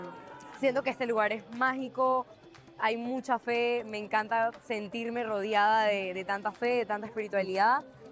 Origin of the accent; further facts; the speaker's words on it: Mexico; vengo de México